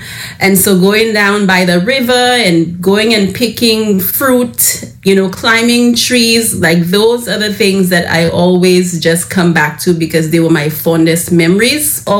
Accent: St. Lucia; moved away; My fondest memories of growing up in St. Lucia is just the joy of the rhythm of life there. It's a slower pace of life

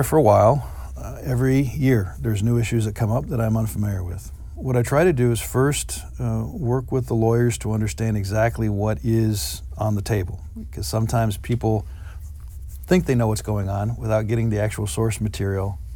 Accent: Monmouth, Oregon, United States; I live on Main Street in Monmouth. I was raised in this community, went to school in this community

